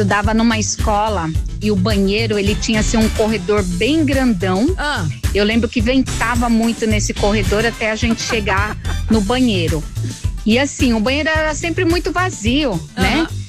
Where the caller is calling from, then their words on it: São Paulo, Brazil; eu falo de São Paulo, Guaianazes.